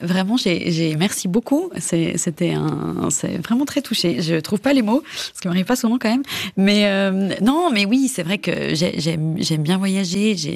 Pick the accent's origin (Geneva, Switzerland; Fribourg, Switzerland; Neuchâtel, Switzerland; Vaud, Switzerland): Vaud, Switzerland; Épalinges; also born or lived in Lausanne; oui, j'ai grandi à Épalinges. Je suis née à Lausanne.